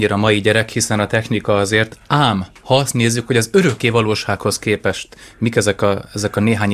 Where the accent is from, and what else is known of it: Hungary